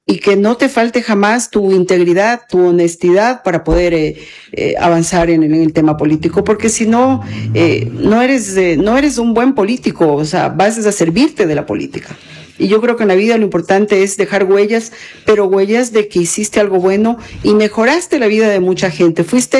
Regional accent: Montalvo, Los Ríos, Ecuador; He vivido ahí que casi 30 años. No nací en Montalvo, soy una montalvina de corazón, sobre todo.

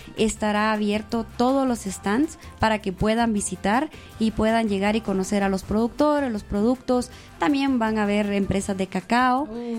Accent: Honduras; now in Ecuador; Yo soy hondureña, pero trabajamos con café ecuatoriano.

